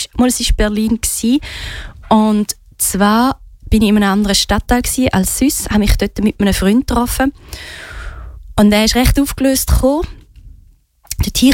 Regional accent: Switzerland; born there

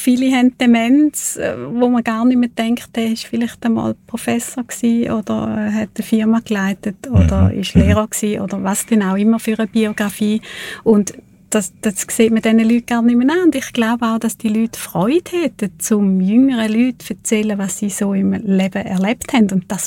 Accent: Thurgau, Switzerland; accent: Thurgau dialect; ich habe mal in Zürich geschafft und bin immer höher genommen worden wegen meinem Thurgauer Dialekt.

